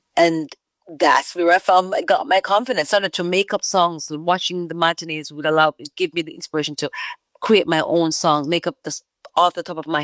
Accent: Clarendon, Jamaica; now in Toronto, Canada; So I was born and raised in Clarendon, Jamaica, a little ghetto town called Ausol, in the country part. Mm. I'm a country girl, a tomboy at heart for sure. Raised by my grandparents

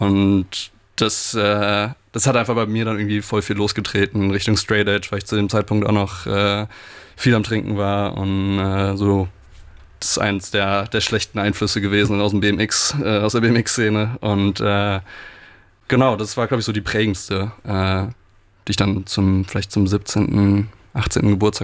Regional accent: Rhineland-Palatinate, Germany; now in Cologne, Germany; Also ich komme aus dem Rheinland, Neuwied am Rhein unten an der Ecke, also Linz am Rhein, einmal über den Berg aus dem kleinen Dorf, da bin ich aufgewachsen

